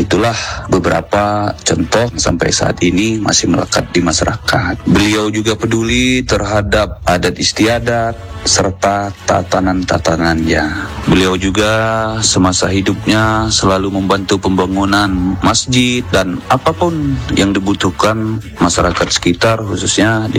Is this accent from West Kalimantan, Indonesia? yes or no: no; Way Kanan, Lampung, Indonesia; karena itu merupakan fiil bagi kita orang Lampung Waikanan.